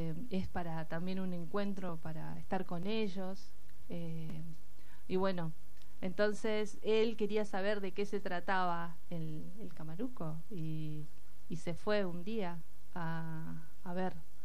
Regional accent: Lago Rosario, Chubut, Argentina; moved away as an adult; now in La Plata, Argentina; Inchemeu Lago Rosario, vengo de la comunidad de Lago Rosario, de Chubut. Hace, van a ser 20 años que estoy por La Plata.

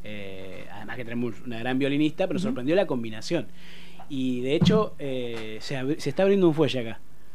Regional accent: Chajarí, Entre Ríos, Argentina; Yo soy de Chajarí.

